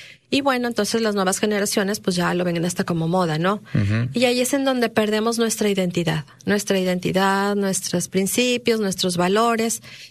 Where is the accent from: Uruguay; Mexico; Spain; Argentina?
Mexico; como mexicanos nos debemos de sentir orgullosos.